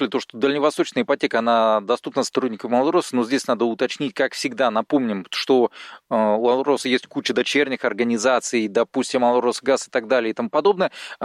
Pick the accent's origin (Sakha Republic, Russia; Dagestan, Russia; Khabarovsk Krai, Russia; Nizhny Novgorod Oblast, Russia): Sakha Republic, Russia; Mirny; когда узнавали, что я вот из Мирного